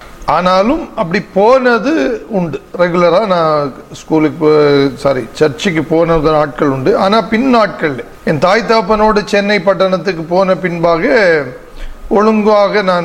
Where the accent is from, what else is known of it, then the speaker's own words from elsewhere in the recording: Mangarai, Tamil Nadu, India; கன்னியாகுமரி மாவட்டம் மாங்கரை கருங்கல் பகுதியில், கருங்கல்லேருந்து ஒரு 4 கிலோமீட்டரில் இருக்கிற மாங்கரை என்பது என்னுடைய சொந்த ஊர், என் அப்பாவுடைய ஊர்.